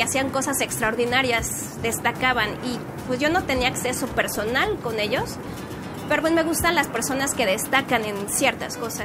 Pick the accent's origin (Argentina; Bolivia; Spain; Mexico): Mexico; Claro, les vaya bien o les vaya mal, pues soy mexicana y los mexicanos se respetan.